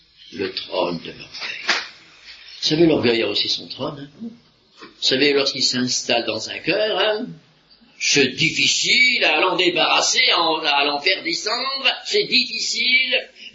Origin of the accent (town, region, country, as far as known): Hauts-de-France, France